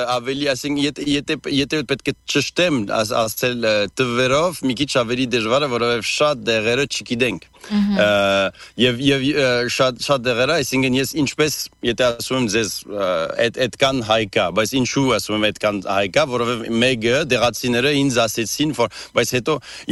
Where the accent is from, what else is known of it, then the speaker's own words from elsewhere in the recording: France; Հետո մտածել եմ, եթե միայն որպես ֆրանսիացի, ես ֆրանսահայ եմ